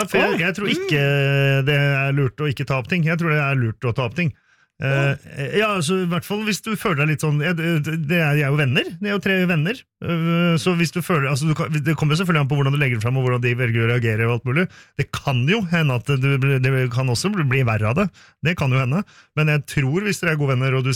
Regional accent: Finland; Norwegian is a second language; now in Norway; Jeg er finsk, vet du.

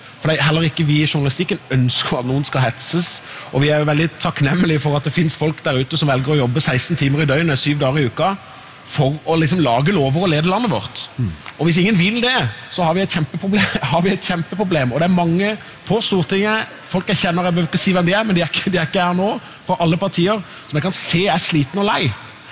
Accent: Southern Norway, Norway; now in Oslo, Norway; når jeg hjemme på Sørlandet på bygda der jeg kommer fra

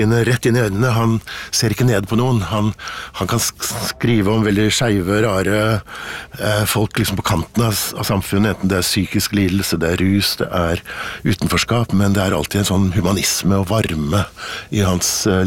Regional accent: Innlandet, Norway; moved away; Ja, så jeg jo ikke fra Vestfold, jeg jo egentlig vokst opp på Hedemarken.

